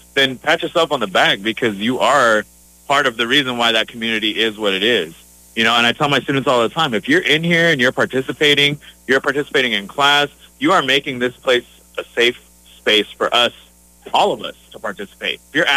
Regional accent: Arizona, United States; moved away; Yeah, I'm from Arizona.

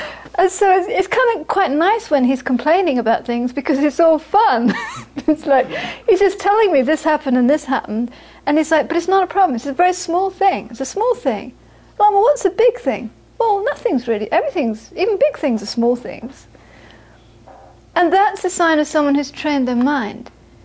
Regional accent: India; because I'm coming from India, and I said, I'm just wondering

